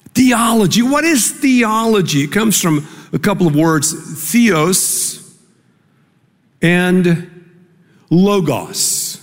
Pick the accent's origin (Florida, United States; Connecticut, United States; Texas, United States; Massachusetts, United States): Texas, United States; We're from Texas. I mean, I'm from the dirty South. I love a buffet.